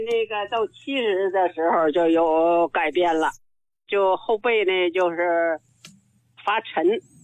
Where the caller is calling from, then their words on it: Shenyang, Liaoning, China; 我是沈阳的